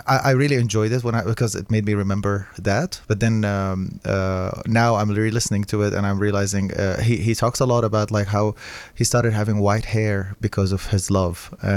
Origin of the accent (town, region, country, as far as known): Aleppo, Aleppo Governorate, Syria; moved away